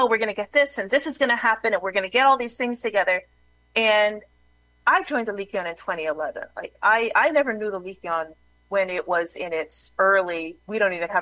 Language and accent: English; Newton, Massachusetts, United States; Yes, I was born and raised in Newton, Massachusetts. My mother is from Thessaloniki. So she came here as a graduate student, met my father, who's not Greek. And they created a Greek American